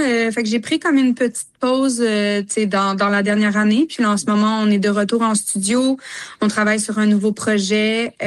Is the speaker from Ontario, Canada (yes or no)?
no; Lavaltrie, Quebec, Canada; moi, je suis originaire de La Valterie.